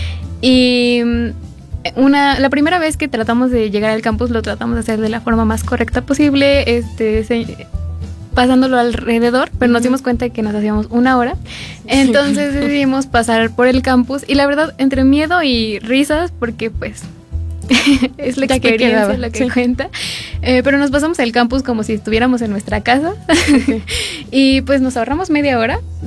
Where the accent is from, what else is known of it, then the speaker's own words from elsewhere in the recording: Mexico; Y como mexicano se nos salió un poquito el decir